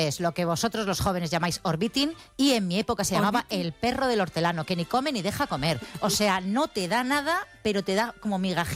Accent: Bilbao, Basque Country, Spain; Yo soy de Bilbao, de centro.

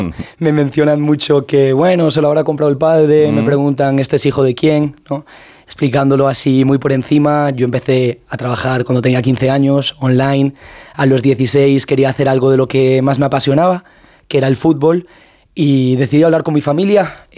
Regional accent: Colombia; Yo jugaba al fútbol de pequeño, yo vivía en Colombia y yo jugaba en una cantera en Colombia

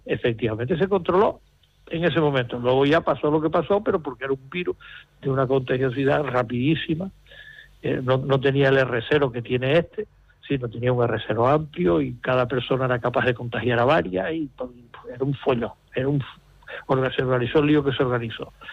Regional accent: Canary Islands, Spain; Yo me he sentido muy mal como canario.

